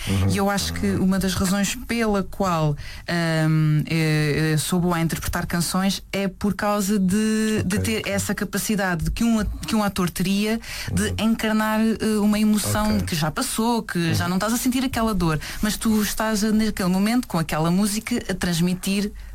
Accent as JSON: {"language": "Portuguese", "town": "Vilar", "region": "Lisbon", "country": "Portugal", "said": "Sou da aldeia do Vilar, no concelho do Cadaval."}